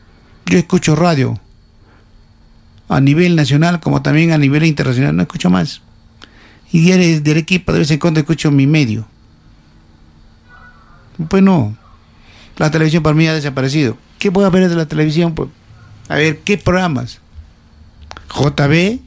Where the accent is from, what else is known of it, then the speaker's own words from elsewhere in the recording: Peru; Veo la realidad de mi pueblo peruano que se muere actualmente de hambre.